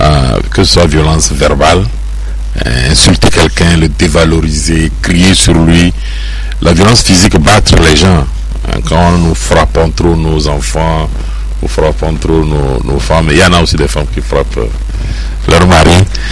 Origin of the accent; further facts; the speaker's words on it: Mango, Savanes, Togo; je suis de la région, hein. Moi, je suis né à Mango, j'ai grandi à Mango